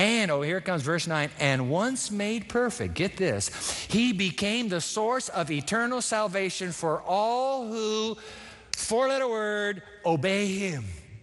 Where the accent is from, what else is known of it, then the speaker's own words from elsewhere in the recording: Japan; But when Greg and I were growing up in Japan, we were in a little house where the oil furnace was underneath the floor